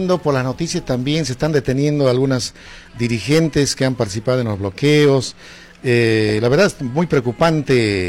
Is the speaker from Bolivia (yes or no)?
yes; Bolivia; Yo mismo, siendo boliviano, no conozco, no lo toco.